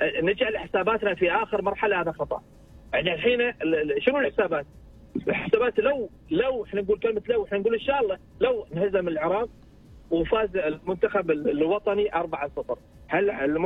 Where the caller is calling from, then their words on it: Oman; أمنيتي أنا كعماني